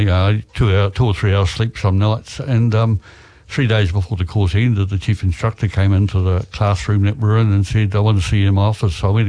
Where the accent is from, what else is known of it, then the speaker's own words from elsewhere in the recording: Taranaki, New Zealand; Yeah, I was born in Hara and 50s. Yep, that's correct.